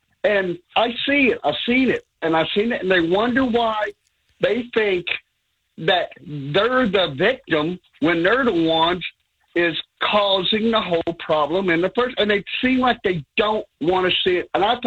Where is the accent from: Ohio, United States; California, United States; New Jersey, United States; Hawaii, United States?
Ohio, United States; Bond Hill; I was raised in Bond Hill.